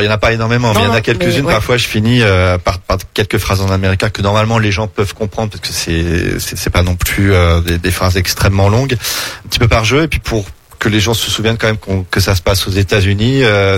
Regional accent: France; quand on est français

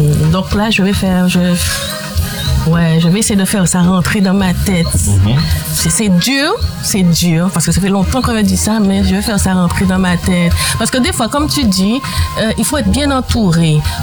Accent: Basse-Terre, Guadeloupe; born there; Je suis bastérienne de base

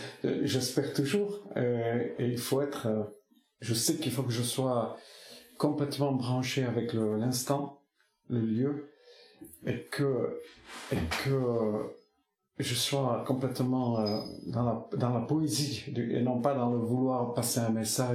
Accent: Basque Country, France; first language Basque; French is a second language; j'ai grandi dans la culture basque. Mm-hmm. C'est-à-dire que ma première langue a été l'euskara, comme on dit, qui est ma langue maternelle, celle de mes enfants aussi, qui ont grandi dans cette langue.

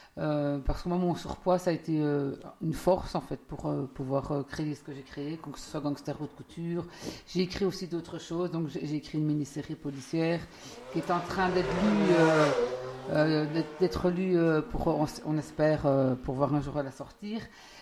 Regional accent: Charleroi, Wallonia, Belgium; accent: Carolo; SPRO, c'est le diminutif en wallon, puisque je suis Carolo, l'accent est là.

